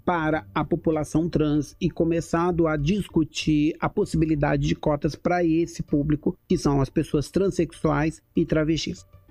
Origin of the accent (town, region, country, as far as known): Osasco, São Paulo, Brazil